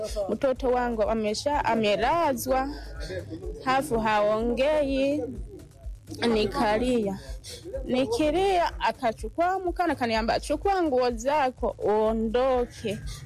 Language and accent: Swahili; Kakonko, Kigoma, Tanzania; Wa Kakongo. Kakonko.